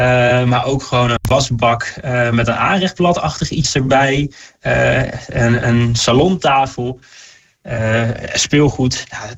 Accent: Zeewolde, Flevoland, Netherlands; ik kom uit Zeewolde

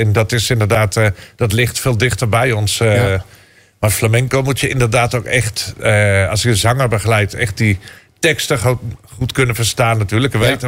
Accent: Huelva, Andalusia, Spain; Ja, die hebben ons bij ons thuis in Welwa ontmoet.

